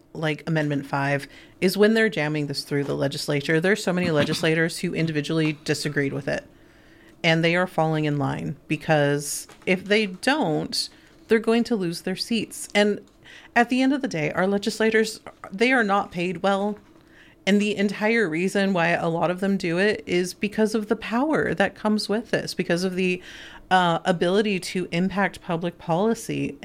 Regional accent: California, United States; now in Columbia, United States; I grew up in rural California, right? So same sort of situation. I grew up in a very Republican area and very conservative place.

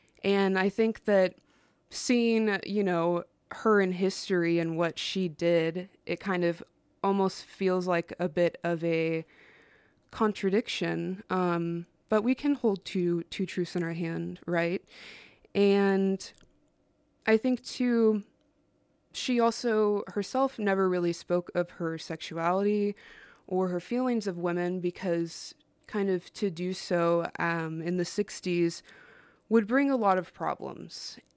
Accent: Joplin, Missouri, United States; I'm actually from Joplin, Missouri.

